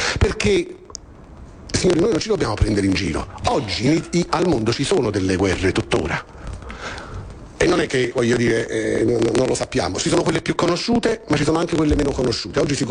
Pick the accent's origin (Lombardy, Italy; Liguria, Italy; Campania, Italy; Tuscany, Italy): Campania, Italy; Naples; also born or lived in Veroli, Lazio; io ci sono cresciuto in quota parte, sono napoletano